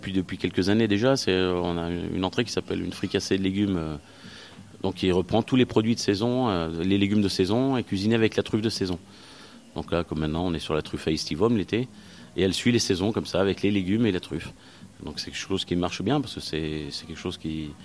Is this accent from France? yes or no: yes; Bourg-en-Bresse, Auvergne-Rhône-Alpes, France; moved away; also born or lived in Lyon; même si je suis pas d'ici, je suis lyonnais, enfin même de Bourg-en-Bresse.